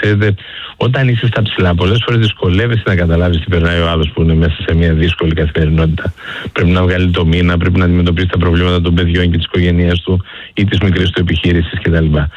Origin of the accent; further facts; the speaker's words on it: Eastern Macedonia and Thrace, Greece; εγώ επισημαίνω που κατάγομαι και από την Ροδόπη, οι αγρότες μας.